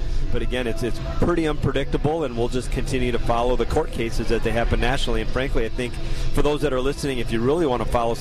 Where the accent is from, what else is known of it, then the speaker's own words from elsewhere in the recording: Greeley, Colorado, United States; born there; I was born in Greeley, as many don't know.